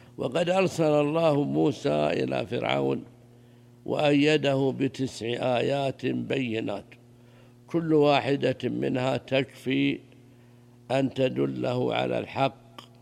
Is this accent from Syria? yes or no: no; Saudi Arabia